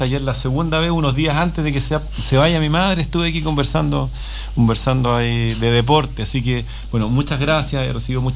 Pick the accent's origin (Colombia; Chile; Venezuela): Chile; Coyhaique, Aysén; also born or lived in Puerto Cisne; Nacido y criado en Coyhaique, hace 51 años.